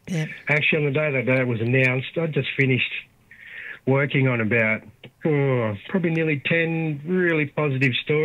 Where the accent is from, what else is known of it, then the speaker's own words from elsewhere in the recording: Queensland, Australia; moved away; I'm from far north Queensland originally